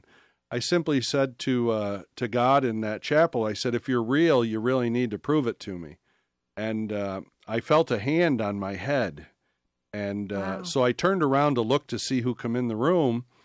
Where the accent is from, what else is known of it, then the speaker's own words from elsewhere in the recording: Endicott, New York, United States; And I grew up in this region, actually, in Endicott.